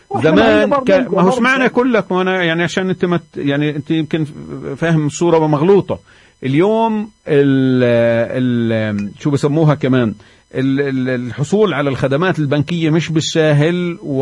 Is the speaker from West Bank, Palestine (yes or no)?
yes; West Bank, Palestine; عندنا في الضفة